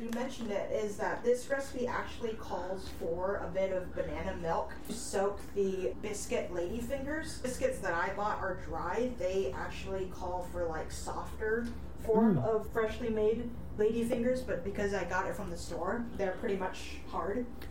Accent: Singapore; moved away as an adult; now in Oregon, United States; I grew up in Singapore

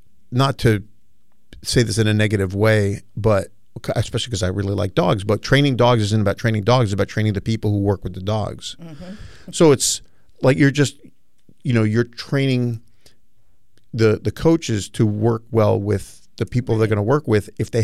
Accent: New York City, New York, United States; I grew up in New York City. Mm-hmm. In Queens.

